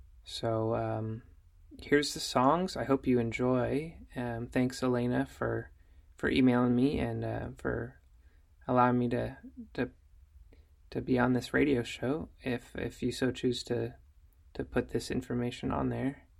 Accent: Everett, Washington, United States; moved away as an adult; now in Port Townsend, United States; I moved to Port Townsend from my hometown of Everett

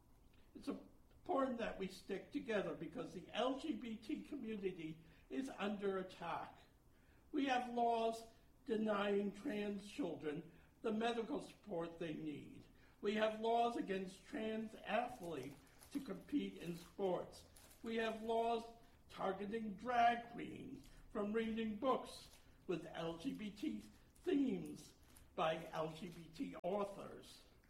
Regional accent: Elmira, New York, United States; when I grew up in Elmira, New York.

